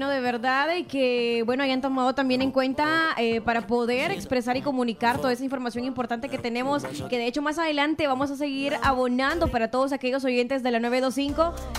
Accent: El Salvador

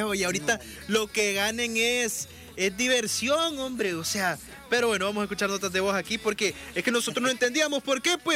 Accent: El Salvador; todos los de El Salvador somos españoles. Todos aquí somos españoles.

